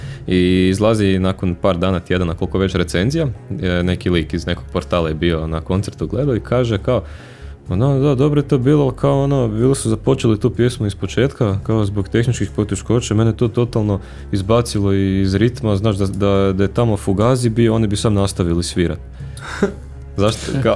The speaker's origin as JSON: {"language": "Croatian", "country": "Croatia", "said": "kao Hrvati"}